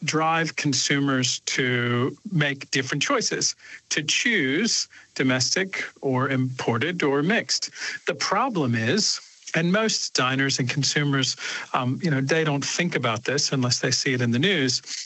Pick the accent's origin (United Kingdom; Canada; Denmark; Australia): Australia; also born or lived in United States; Look, ultimately, I'm Australian and American, and I love to buy Australian and certainly love to support local businesses.